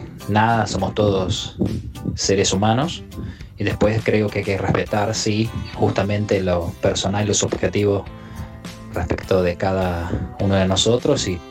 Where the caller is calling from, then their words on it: Villa Ballester, Buenos Aires Province, Argentina; de Ballester.